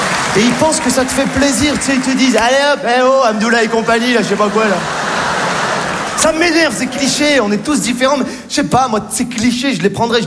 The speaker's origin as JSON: {"language": "French", "country": "Morocco", "tie": "born there", "said": "Je suis né au Maroc. Ce qui est bien quand t'es marocain, quand tu vas aux States, si tu sais comment leur dire que t'es marocain en anglais, tu passes pour un américain."}